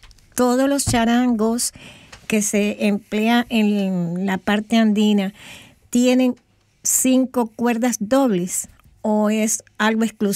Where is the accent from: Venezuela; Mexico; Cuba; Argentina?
Cuba; now in Australia